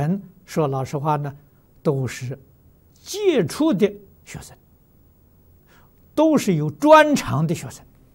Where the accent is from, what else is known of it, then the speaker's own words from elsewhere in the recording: China; 八十岁圆寂是我们中国人讲的虚岁，要外国人讲这个年龄呢